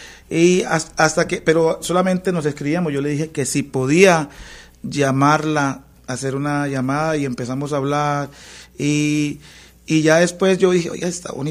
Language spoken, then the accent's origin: Spanish; Colombia; now in El Paso, United States; yo soy músico colombiano.